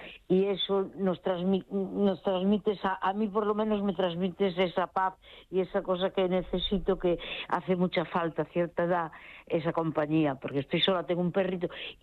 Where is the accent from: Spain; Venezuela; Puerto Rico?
Spain; A Coruña, Galicia; born there; Nací en la Ciudad Vieja, aquí en La Coruña, y bueno, ¿y qué te iba a decir? Y yo ya soy mayor, aunque no lo parezca.